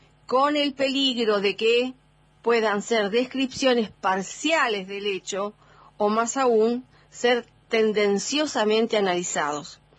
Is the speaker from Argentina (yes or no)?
yes; Argentina; Es entonces nuestro deber, como argentinos, releerla mejor.